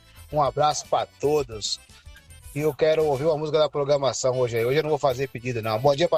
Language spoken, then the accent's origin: Portuguese; Surubim, Pernambuco, Brazil; now in São Paulo, Brazil; É, eu também sou do Pernambuco, hein, rapaz? Eu nasci em Surubim, mas minha família mora tudo em Cabo de Santo Agostinho.